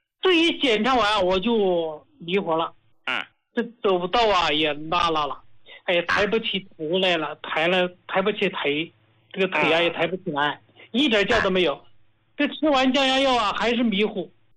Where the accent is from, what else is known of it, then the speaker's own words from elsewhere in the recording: Hubei, China; 我是胡家老糕的受益者，我是湖北人，